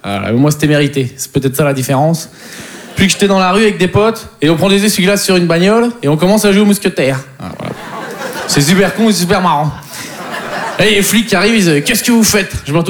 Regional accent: Poitiers, Nouvelle-Aquitaine, France

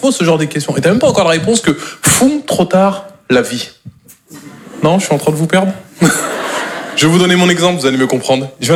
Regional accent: Normandy, France; Moi, je suis normand de base.

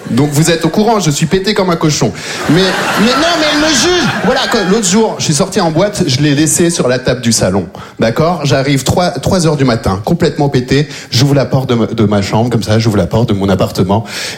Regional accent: Belgium; born or raised there

